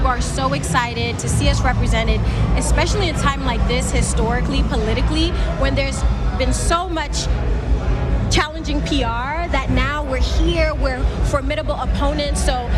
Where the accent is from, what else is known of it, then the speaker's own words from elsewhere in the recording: Boston, Massachusetts, United States; first language Haitian Creole; English is a second language; My first language is actually Haitian Creole. and my family immigrated here a little while ago, but we've retained our Haitian culture. I'm from Boston, and that to me was like growing up in Haiti, having all the community together